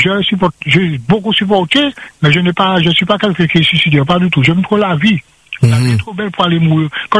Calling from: Martinique

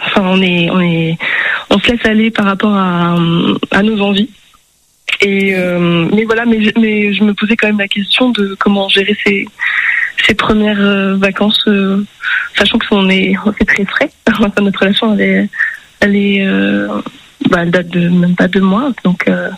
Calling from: Bordeaux, Nouvelle-Aquitaine, France; Moi, je vis à Bordeaux

